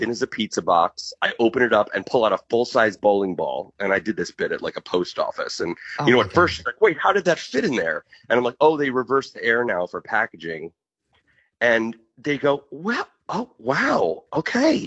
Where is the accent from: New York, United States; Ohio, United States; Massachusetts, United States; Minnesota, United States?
New York, United States; Long Island; now in Los Angeles, United States; I'm from Long Island, New York. I moved to Los Angeles